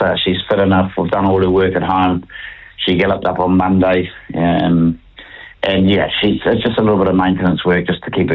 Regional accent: New Zealand; we're coming from New Zealand, we don't expect to be looked after.

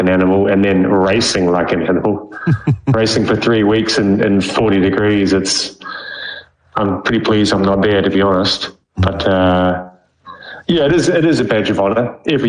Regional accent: New Zealand; especially for us as Kiwi boys

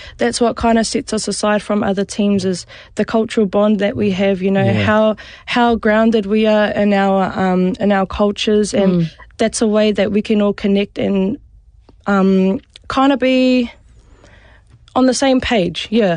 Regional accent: New Zealand; So because I grew up in Te Ao Māori and my nieces and nephews can speak Māori

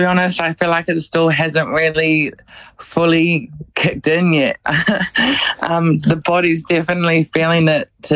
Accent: Gisborne, New Zealand; moved away; Yeah, I'm so proud to come from Tarawhiti and my growing up in Gizzy, it was a simple life. Went to Whangapapa, Gizin and Girls High, did pretty much all the sports the schools had to offer. I was such a sporty kid

